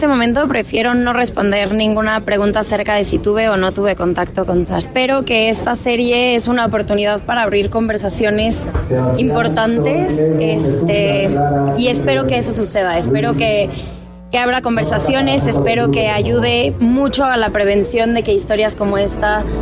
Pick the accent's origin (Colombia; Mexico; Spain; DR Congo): Mexico; para todos nosotros como mexicanos